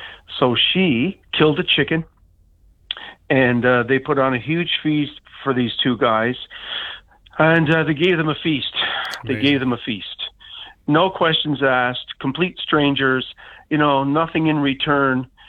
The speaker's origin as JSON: {"language": "English", "town": "Corner Brook", "region": "Newfoundland and Labrador", "country": "Canada", "tie": "born or raised there", "said": "I'm a Corner Brook boy. started school there a few years ago now, a few years ago."}